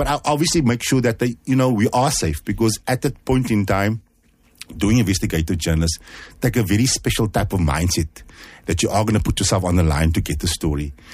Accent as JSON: {"language": "English", "town": "Cape Town", "region": "Western Cape", "country": "South Africa", "said": "I'm from the Cape Flats"}